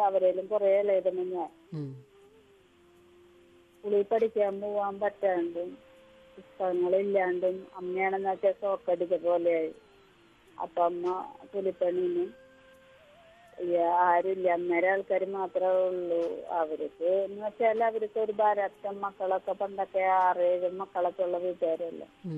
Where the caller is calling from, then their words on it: Kazhimbram, Kerala, India; Edamuttam beach കഴിമ്പ്രോ.